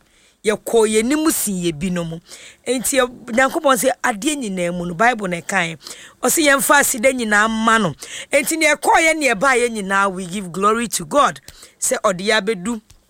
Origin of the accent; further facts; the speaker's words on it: Ghana; And then being a Ghanaian, no, that you say we are black stars